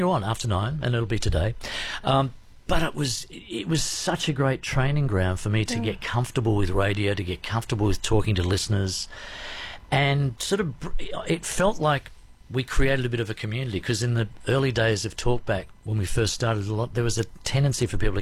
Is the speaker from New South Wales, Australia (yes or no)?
yes; Sydney, New South Wales, Australia; moved away; also born or lived in Newcastle / Tamworth; And Tamworth, it was the one and only time I've lived outside a city. I grew up in Sydney, lived mostly in Newcastle. I've been around the traps. But my 3 years here in the New England, in Tamworth, was just, it was magic.